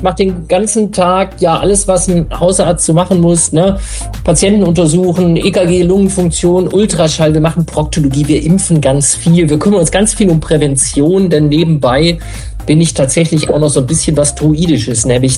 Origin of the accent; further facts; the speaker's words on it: Mülheim an der Ruhr, North Rhine-Westphalia, Germany; now in Berlin, Germany; Ich komme aus Mülheim an der Ruhr, da bin ich tatsächlich mal geboren. Da komme ich her, aber da bin ich natürlich schon lange nicht mehr.